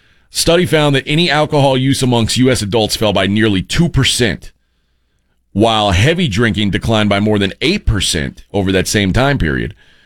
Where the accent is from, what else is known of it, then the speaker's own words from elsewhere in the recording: Houston, Texas, United States; and I grew up in Houston, the greater Houston area.